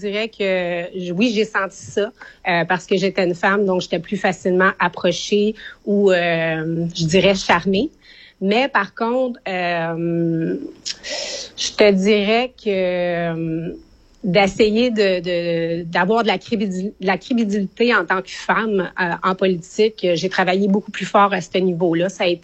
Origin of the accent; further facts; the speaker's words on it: Quebec, Canada; moved away as an adult; now in Las Terrenas, Dominican Republic; Ça va faire 5 ans que je suis en République. Je suis jamais retournée au Canada. Quand j'ai pris l'avion pour partir du Québec, je suis jamais retournée.